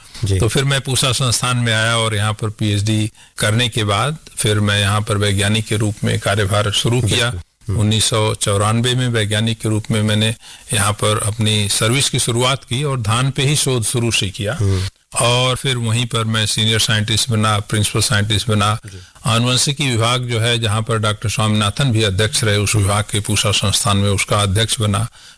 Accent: Uttar Pradesh, India; मैं पूरी उत्तर प्रदेश से आता हूं, उन क्षेत्रों में चावल नहीं अगर मिला खाने को तो इसका मतलब आपका भोजन पूरा नहीं हुआ

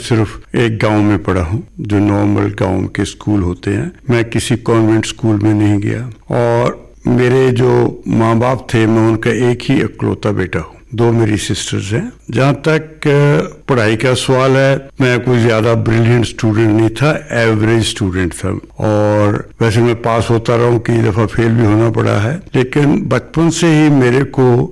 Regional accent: Chandpur, Punjab, India; born there; also born or lived in Montgomery district (now Sahiwal), Pakistan; जो मेरे पेरेंट्स थे, क्योंकि हमारी जमीन थी उस इलाके में जहां आज पाकिस्तान बना हुआ है, हम माइग्रेट करके, हमारा जो इंसेस्ट्रल गांव है चांदपुर की, होशियारपुर जिले में था पहले, आजकल नवेशहर जिले में है, वहां पर हम आ गए थे।

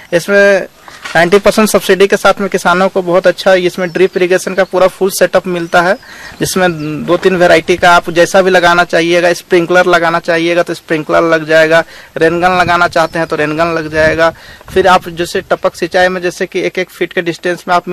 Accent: Jharkhand, India; मेरे झारखंड में बात करूँ तो मैं झारखंड में से हूँ

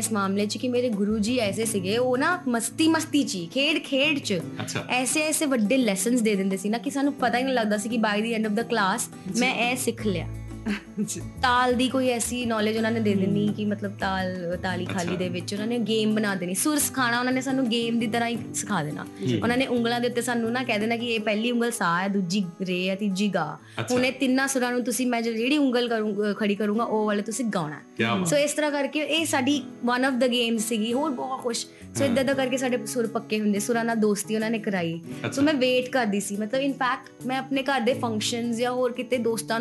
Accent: Jalandhar, Punjab, India; moved away; ਮੈਂ ਜਲੰਧਰ ਤੋਂ ਆਈ ਹੋਈ ਹਾਂ

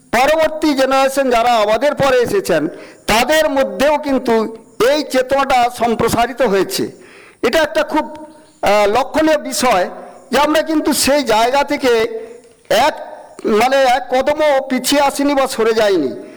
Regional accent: West Bengal, India; যে পরিমণ্ডলে আমি বড় হয়েছি বা জন্মেছি, এটা কিন্তু একটা সাংস্কৃতিক পরিমণ্ডলে জন্মগ্রহণ করেছি

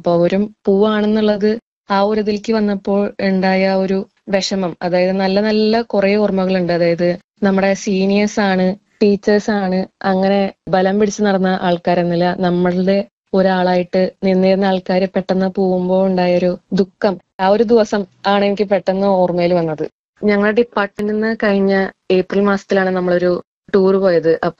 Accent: Thrissur, Kerala, India; ഞാൻ കണ്ണൂർ സർവകലാശാലയുടെ സ്വാമി Anandatheertha ക്യാമ്പസിലെ MA music 1st വർഷ വിദ്യാർത്ഥിനിയാണ്. എന്റെ സ്വന്തം നാട് തൃശ്ശൂരാണ്.

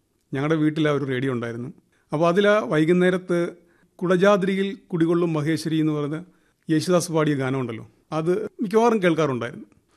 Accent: Evoor, Kerala, India; എന്റെ സ്വദേശം ഏവൂരാണ്, കായംകുളത്തിന് 7 കിലോമീറ്റർ വടക്കുമാറിയാണ് സ്ഥലം.

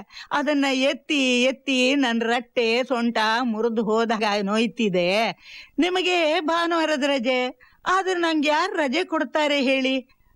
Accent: Kalasa, Karnataka, India; ಮಲೆನಾಡಿನ ಹಚ್ಚ ಹಸಿರು ಹೊತ್ತು ಕಂಗೊಳಿಸುತ್ತಿರುವ ಕಳಸದ ಹಳ್ಳಿ ನನ್ನ ಊರು.

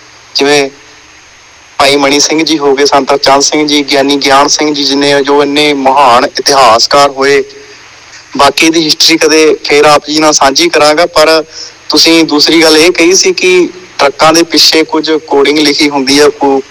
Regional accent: Longowal, Punjab, India; ਪਿੰਡ ਮੇਰਾ ਲੌਂਗੋਵਾਲ ਹੈ ਤੇ ਸਾਡਾ ਨੀ ਕਸੂਰ, ਸਾਡਾ ਜ਼ਿਲ੍ਹਾ ਸੰਗਰੂਰ ਹੈ ਜੀ।

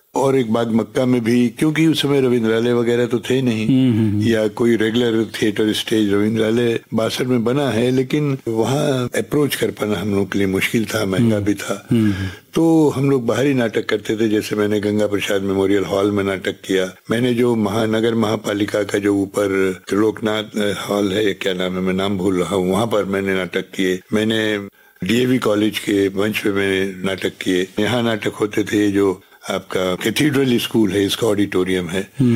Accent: Lucknow, Uttar Pradesh, India; मेरा जन्म लखनऊ में हुआ, मेरी सारी शिक्षा लखनऊ में हुई, मैंने जॉब भी लखनऊ में किया

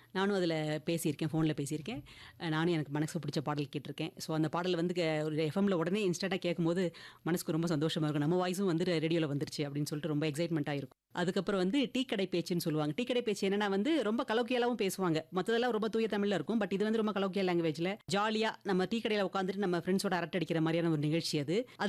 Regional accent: Chennai, Tamil Nadu, India; நான் வந்து பிறந்து வளர்ந்ததெல்லாம் சென்னையில்.

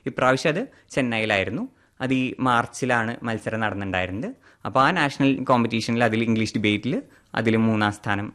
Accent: Poolamanna, Kerala, India; ഞാൻ എന്റെ സ്വദേശം നേരത്തെ സൂചിപ്പിച്ച പോലെ പാണ്ടിക്കാട് അടുത്തുള്ള പൂളമണ്ണയിലാണ്.

